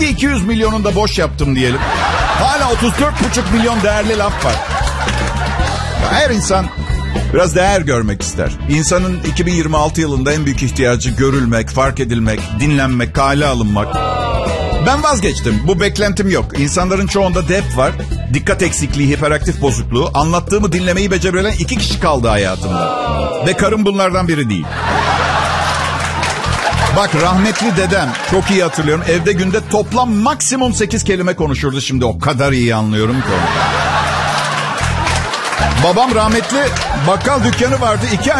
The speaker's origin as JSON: {"language": "Turkish", "town": "Şişli", "region": "Istanbul", "country": "Turkey", "tie": "born or raised there", "also_born_or_lived": "Tophane", "said": "Ha, üzgünüm çünkü Tophane'de doğdum, Şişli bebesiyim. Sadece adım İtalyan."}